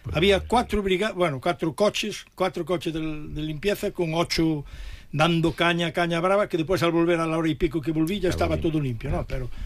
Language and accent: Spanish; Spain; yo soy español, español, español. Yo soy español, español, español.